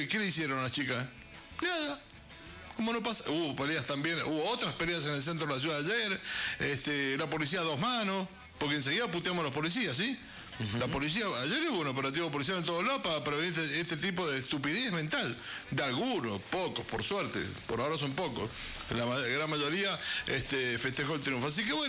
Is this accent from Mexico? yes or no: no; Argentina; somos todos argentinos